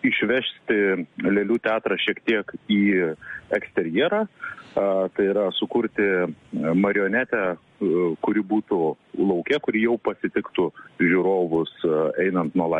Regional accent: Kaunas, Kaunas County, Lithuania; O aš kaip kaunietis, kuris visai šalia mokėsi, šalia yra mano mokykla, tai aš tą puikiai erdvę pažįstu

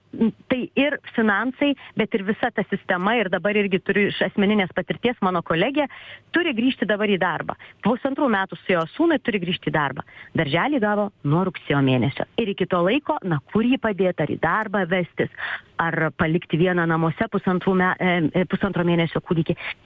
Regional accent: Vilnius, Vilnius County, Lithuania; aš esu Vilnietė, mano laikais jis nebuvo kvestionuojamas, tu eini į tą mokyklą, kuri tau priskirta.

